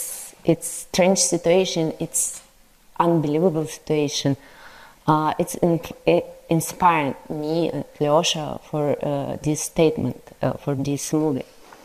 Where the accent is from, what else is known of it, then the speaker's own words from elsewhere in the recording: Irkutsk, Irkutsk Oblast, Russia; English is a second language; it's like my hometown, Irkutsk. I'm from Irkutsk. It's Siberia. It's 600 people lived in this city.